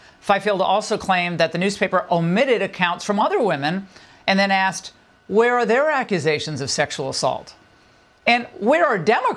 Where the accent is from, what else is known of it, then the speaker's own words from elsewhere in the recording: New England, United States; I'm from New England. I've spent a lot of time in Maine over the years.